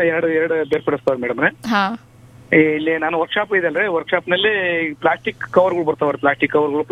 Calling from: Harihar, Karnataka, India; ಹರಿಹರ ತಾಲೂಕು, ದಾವಣಗೆರೆ ಜಿಲ್ಲಾ.

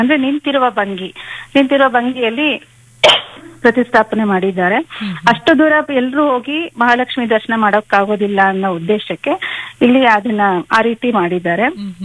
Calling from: Hassan, Karnataka, India

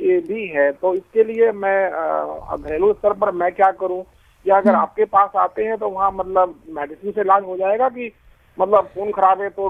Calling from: Karampura, Delhi, India; और मैं करमपुरा दिल्ली से ही बोल रहा हूँ।

